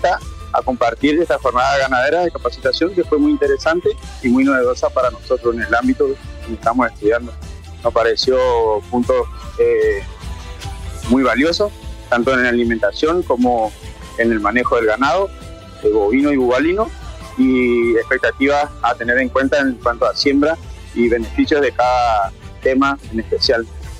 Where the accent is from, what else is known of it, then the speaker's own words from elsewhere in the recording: San Cosme, Corrientes, Argentina; Soy de San Cosme, soy estudiante del tercer año de la Tecnicatura Superior de la Extensión Áulica que se llama Paso.